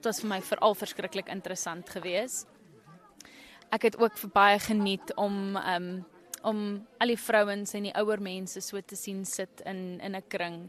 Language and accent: Afrikaans; Windhoek, Khomas, Namibia; Ek is 27, ek is gebore en groot geword in Windhoek, maar my familie kom van Gobabis af. Ja, ek is eindelijk een Gobabis